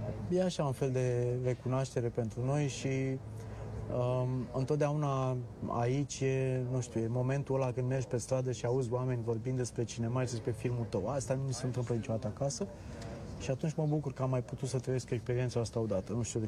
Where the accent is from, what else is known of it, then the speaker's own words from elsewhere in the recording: Romania; eu sunt român